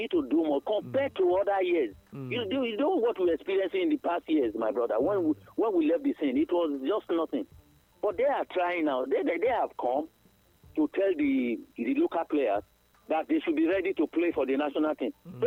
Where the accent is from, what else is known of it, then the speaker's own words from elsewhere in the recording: Nigeria; I was, as a Nigerian, I must tell you the truth.